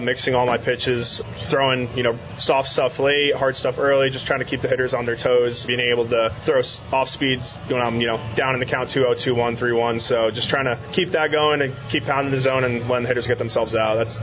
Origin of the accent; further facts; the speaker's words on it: Rhode Island, United States; Spent it all at home where I'm from in Rhode Island